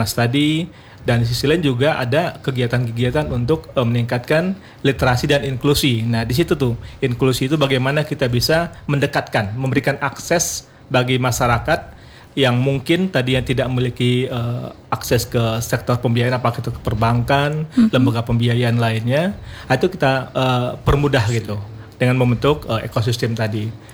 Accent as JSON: {"language": "Indonesian", "region": "Riau", "country": "Indonesia", "tie": "born or raised there", "moved": "yes", "said": "Saya kan asli Riau juga nih."}